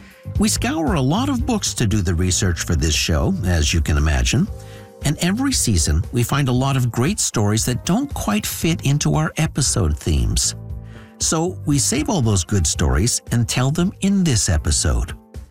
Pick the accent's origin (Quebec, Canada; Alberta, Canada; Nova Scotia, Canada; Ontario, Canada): Ontario, Canada; Sudbury; was a kid growing up in Sudbury, Ontario